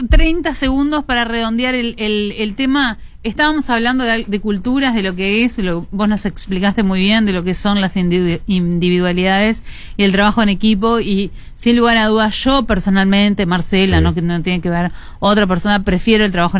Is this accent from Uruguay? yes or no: yes; Uruguay